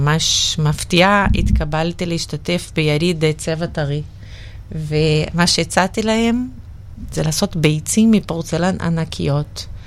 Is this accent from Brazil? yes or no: yes; Brazil; now in Israel; ואני ברזילאית.